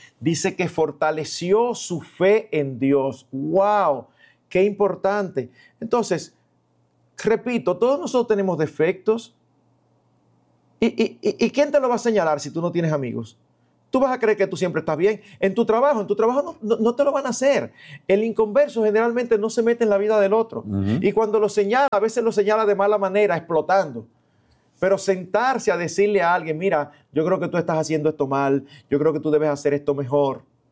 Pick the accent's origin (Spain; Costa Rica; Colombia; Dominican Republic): Dominican Republic; Santo Domingo, Distrito Nacional; Eduardo, tú y yo crecimos aquí en Santo Domingo.